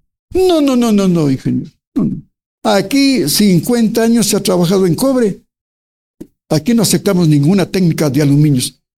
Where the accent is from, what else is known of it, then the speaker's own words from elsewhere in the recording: Colombia; moved away; Ya, ya vine de Colombia con esas agallas de ser rico.